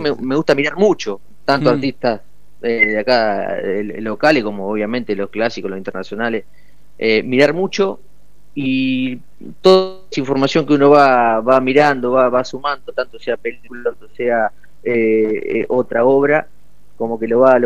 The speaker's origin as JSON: {"language": "Spanish", "town": "Azul", "region": "Buenos Aires Province", "country": "Argentina", "also_born_or_lived": "La Plata", "said": "Yo soy de tal cual, soy de Azul. Bueno, sí. Después de estudiar allá en La Plata, ya me vine para acá."}